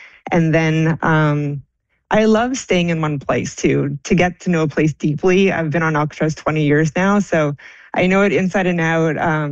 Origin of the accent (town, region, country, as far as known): Chepstow, Ontario, Canada; born or raised there